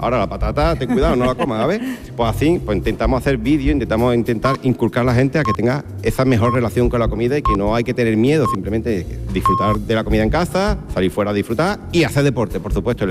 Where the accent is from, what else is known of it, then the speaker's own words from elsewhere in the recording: Jerez de la Frontera, Andalusia, Spain; moved away as an adult; also born or lived in France; Dejar Jerez, dejar tu tierra, la familia, los amigos, irte para allá, para Francia, sin tener mínima idea del francés, sin conocer a nadie